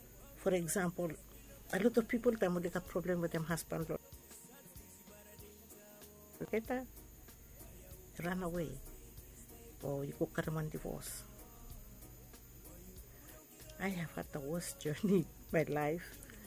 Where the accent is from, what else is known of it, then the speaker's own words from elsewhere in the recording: Vanuatu; I'm from Vanuatu